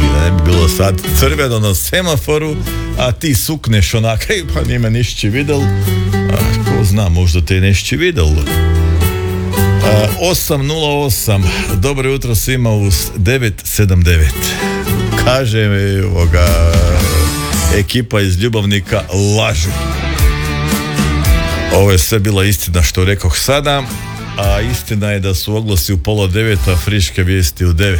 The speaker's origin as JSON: {"language": "Croatian", "region": "Krapina-Zagorje County", "country": "Croatia", "said": "vele kod nas u Zagorju Zutra"}